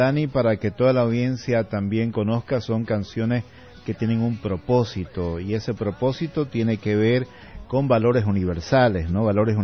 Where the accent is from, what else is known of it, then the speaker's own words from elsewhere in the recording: Puerto Rico; como cantautor puertorriqueño de rock alternativo español.